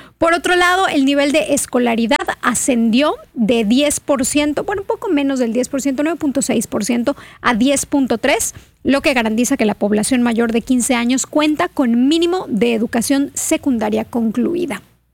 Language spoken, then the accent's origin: Spanish; Yucatán, Mexico; todavía somos más los yucatecos